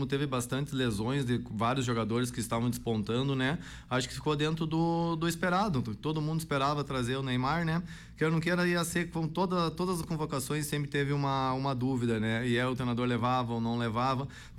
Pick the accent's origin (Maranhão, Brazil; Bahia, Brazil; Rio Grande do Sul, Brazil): Rio Grande do Sul, Brazil; Fontoura Xavier; moved away; eu sou natural de Fontoura.